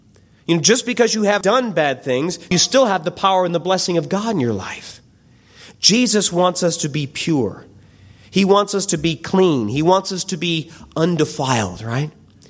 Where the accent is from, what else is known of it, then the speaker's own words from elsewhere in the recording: Pennsylvania, United States; I'm from the Pennsylvania area north of Pittsburgh, and in the city of Pittsburgh, there is a river system that the city grew up around.